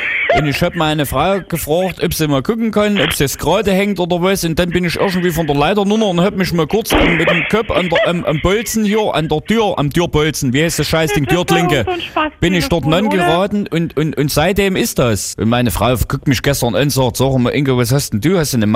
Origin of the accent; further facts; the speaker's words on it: Berlin, Germany; Ich bin ganz normaler Berliner.